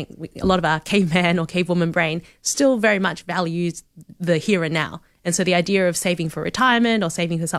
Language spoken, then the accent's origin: English; Australia; I grew up in Australia, but Commonwealth Bank, they did a little checkbook